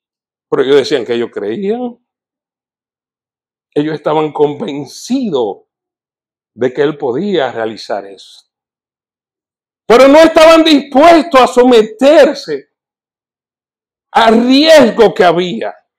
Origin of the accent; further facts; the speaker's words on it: Dominican Republic; En mi país, en la República Dominicana, usted entrevista a cualquier persona en la calle y dicen muchísimas cosas, se te citan textos bíblicos.